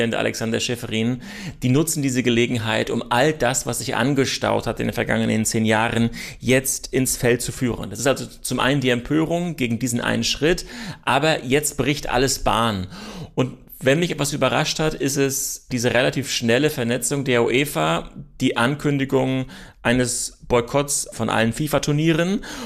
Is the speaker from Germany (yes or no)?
yes; Germany